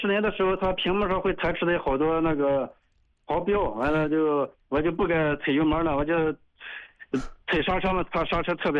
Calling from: Xinjiang, China; 就新疆的，新疆的。

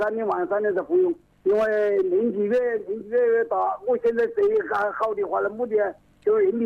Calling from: Honghu, Hubei, China; 我是洪湖，我是大沙的，大沙湖农场的。

